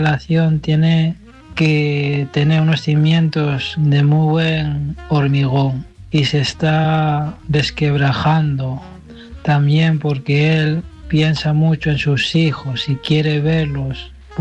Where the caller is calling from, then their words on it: Asturias, Spain; desde Asturias.